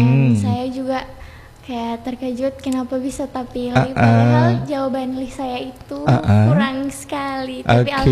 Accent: Gorontalo, Indonesia; Saya asal Tapa.

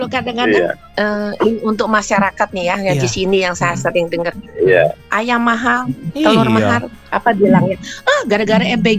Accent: Padang, West Sumatra, Indonesia; Ya, dan jangan lupa dengan masakan kita orang Padang.

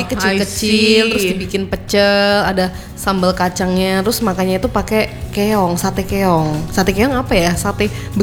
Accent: Kendal, Central Java, Indonesia; now in Palu, Indonesia; Di daerah aku sih, di Kendal namanya.

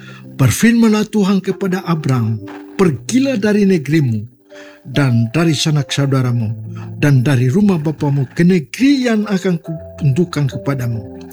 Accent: Papua, Indonesia

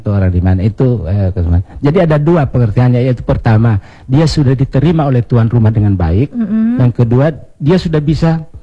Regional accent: Gorontalo, Indonesia; Maknaan bahwa kita orang Gorontalo itu harus harmoni dengan alam, menanam.

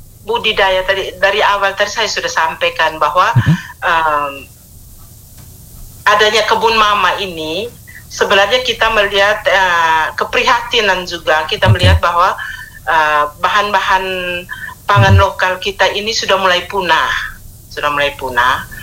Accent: East Nusa Tenggara, Indonesia; masyarakat adat kami di desa Wogo.

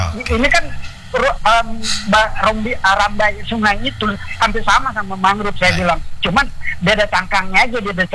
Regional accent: East Kalimantan, Indonesia; saya kebetulan lahir di Seisratai

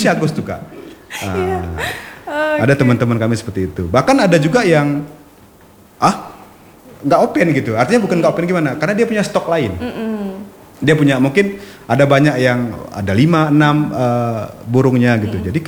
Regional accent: Aceh, Indonesia; ketika kami sampaikan kami dari Aceh

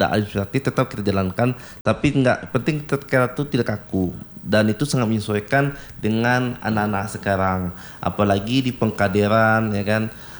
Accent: Bukittinggi, West Sumatra, Indonesia; kita pemuda di Kota Abu Tinggi

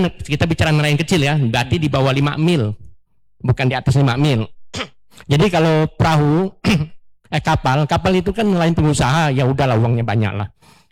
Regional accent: West Kalimantan, Indonesia; saya sebagai masyarakat diundang bagian dari Kalbar ya, putra daerah

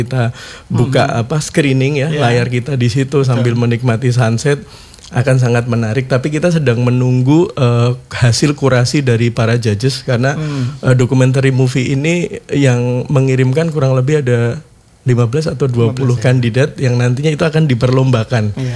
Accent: Semarang, Central Java, Indonesia; now in Lombok, Indonesia; Saya Jawa Tengah, saya Semarang.

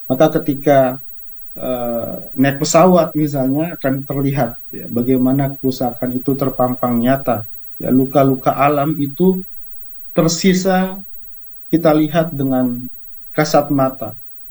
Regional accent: East Kalimantan, Indonesia; saya juga putra Kalimantan, saya lahir di Berau, tumbuh sampai remaja di Kabupaten Berau.

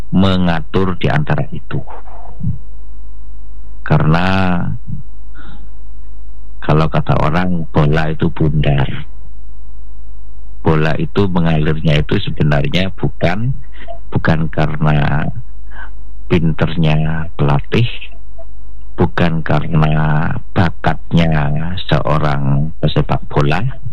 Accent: Jember, East Java, Indonesia; now in Kediri, Indonesia; saya itu berasal dari Jember, tidak pernah berpikir bisa nyampe di Kediri

